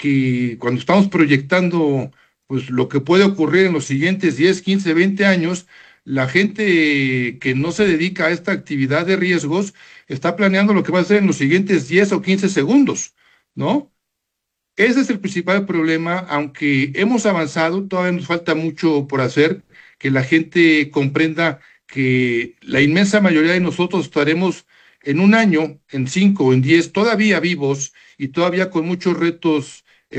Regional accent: Mexico

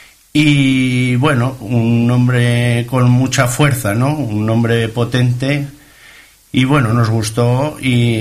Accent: Zaragoza, Aragon, Spain; now in Barbastro, Spain; yo, como bien has dicho, soy de Zaragoza y me gusta vivir en el mundo rural

